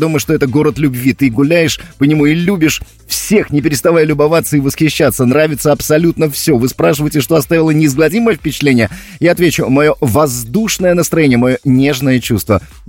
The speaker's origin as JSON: {"language": "Russian", "region": "Saint Petersburg", "country": "Russia", "said": "А я говорю, что я питерская мокрица."}